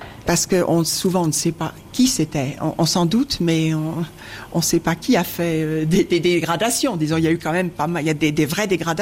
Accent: France; Non, non. Moi, je suis française et mon mari est allemand.

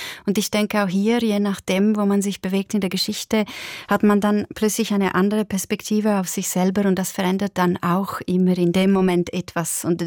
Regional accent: Switzerland; Aber wenn ich reise innerhalb von Europa, fühle ich mich sehr Schweizerin.

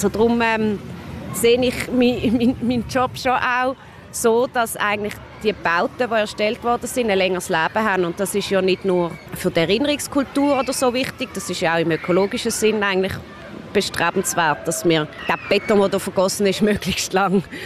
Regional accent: Basel, Basel-Stadt, Switzerland; Ich bin in Basel aufgewachsen, am Rhein.

